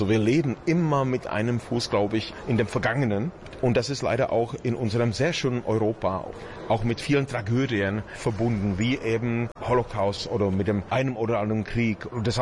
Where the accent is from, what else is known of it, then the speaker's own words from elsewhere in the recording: Bohemia, Czechia; Ich komme ja eben aus Böhmen, ne? Ganz konkret aus Ostböhmen.